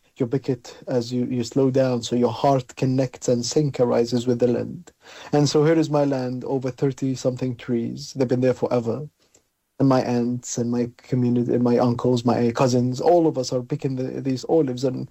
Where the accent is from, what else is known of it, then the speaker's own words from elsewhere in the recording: Palestine; When I tell people I'm from Palestine, often I'm met with things like, I am sorry that this is happening in your country, this is heartbreaking